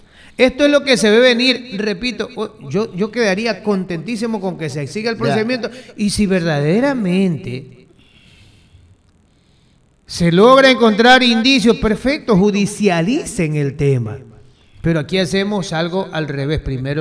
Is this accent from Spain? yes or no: no; Ecuador; Somos los ecuatorianos